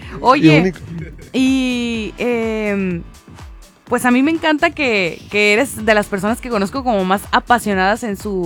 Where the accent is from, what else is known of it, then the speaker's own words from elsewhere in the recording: Mexico; somos así mexicanos